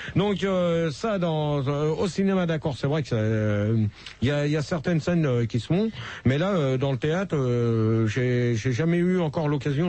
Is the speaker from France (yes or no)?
yes; France; Non, moi, je suis français